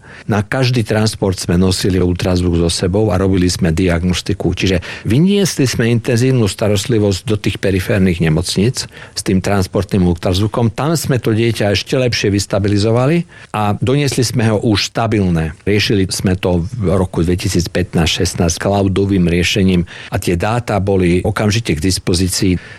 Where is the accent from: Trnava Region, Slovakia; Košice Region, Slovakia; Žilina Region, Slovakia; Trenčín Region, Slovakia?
Košice Region, Slovakia; Košice; Tak ja som Košičan.